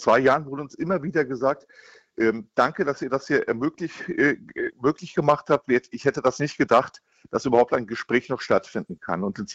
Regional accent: Rüsselsheim, Hesse, Germany; Also ich komme aus Rüsselsheim.

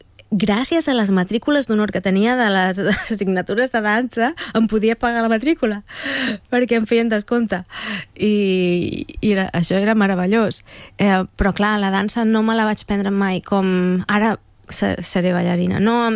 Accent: Manresa, Catalonia, Spain; Bueno, de petita ja estava estudiant al Conservatori de Manresa. Jo sóc de Manresa.

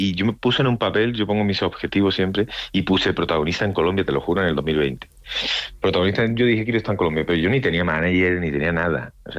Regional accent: Andalusia, Spain; accent: Andalusian; lo hice con acento andaluz, que yo soy andaluz

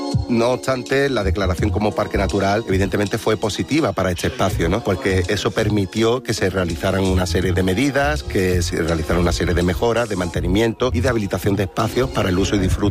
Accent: Málaga, Andalusia, Spain; born there; soy nacido en Málaga y me dedico a la docencia.

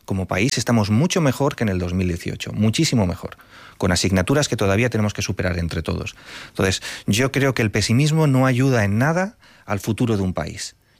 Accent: Valencia, Valencian Community, Spain; Bueno, yo es que, de verdad, yo soy de Valencia.

